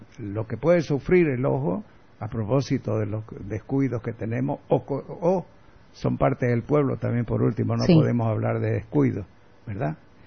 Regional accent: Santa Cruz, Bolivia; accent: camba; Bueno, soy camba, pues, por último.

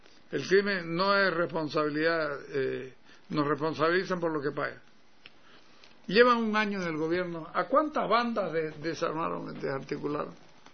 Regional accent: Santa Cruz, Bolivia; soy cruceño, y no por ser farsante, pero soy cruceño

